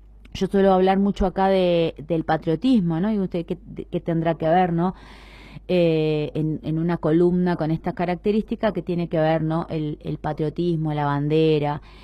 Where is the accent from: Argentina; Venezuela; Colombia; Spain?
Argentina; somos todos argentinos